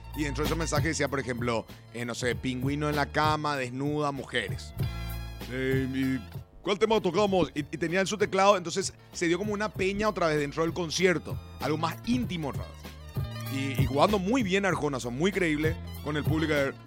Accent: Paraguay; Somos románticos los paraguayos

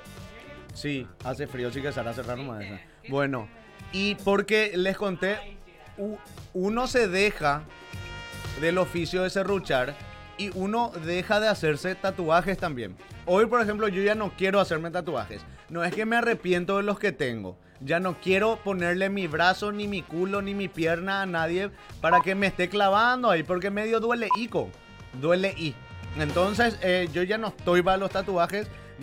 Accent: Fernando de la Mora, Central, Paraguay; born there; also born or lived in Ñemby; now in Asunción, Paraguay; Yo de chico viví en la zona de Cubisec y Fernando de la Mora. De ahí me fui a Ñemby, me especialicé en delincuencia juvenil. Y volví a Asunción, ¿verdad? En el barrio Pino Sabio ahora

